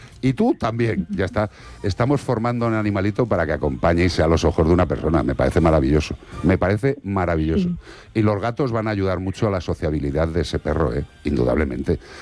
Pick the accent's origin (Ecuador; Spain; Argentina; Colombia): Spain; Madrid, Community of Madrid; born there; Yo nací en Madrid. Un error.